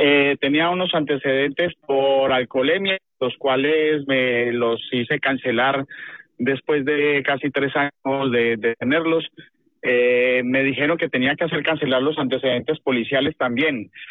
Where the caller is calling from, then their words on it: Madrid, Community of Madrid, Spain; Buenos días. … Comunico desde Madrid.